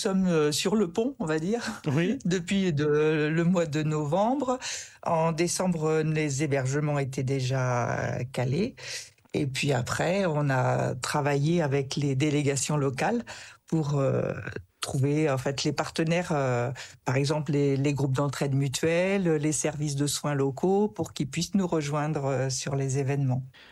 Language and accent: French; Tours, Centre-Val de Loire, France; Donc, nous, on est de Tours et on a donc décidé de faire un départ déporté depuis Reims.